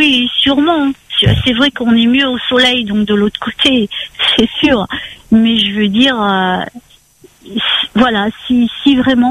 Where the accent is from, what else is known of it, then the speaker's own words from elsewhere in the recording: Réunion; on est tous des Réunionnais à La Réunion